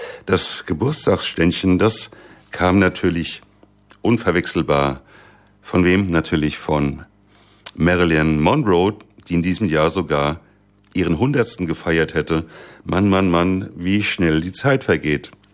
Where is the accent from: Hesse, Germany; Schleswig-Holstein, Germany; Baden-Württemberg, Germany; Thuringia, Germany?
Hesse, Germany; Frankfurt; Obwohl im Kamerun, also Gallus, aufgewachsen, bin auch ich ein Kind der Cup in Eschersheim geworden